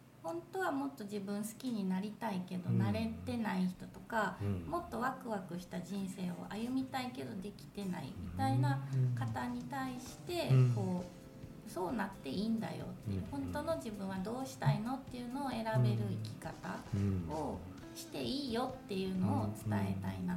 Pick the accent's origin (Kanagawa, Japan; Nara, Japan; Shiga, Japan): Shiga, Japan; born there; moved away as an adult; also born or lived in Kyoto / Matsuyama, Ehime / Germany / Osaka; now in Ibaraki, Japan; 育ちは京都と滋賀で、うん、あとまあドイツを1年ほど挟んでるんですけれども。